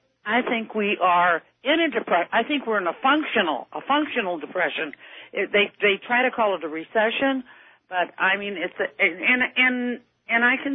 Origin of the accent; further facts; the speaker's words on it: St. Louis, Missouri, United States; What, you know, I'm from Missouri, St. Louis, Missouri.